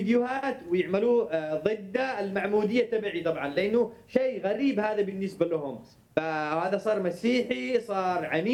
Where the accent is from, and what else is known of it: Yemen